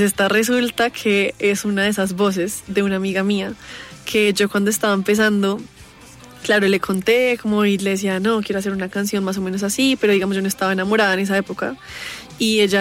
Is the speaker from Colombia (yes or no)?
yes; Colombia; y pues yo siendo colombiana, siento que como que mi sangre no me permite tampoco restringirme a una sola cosa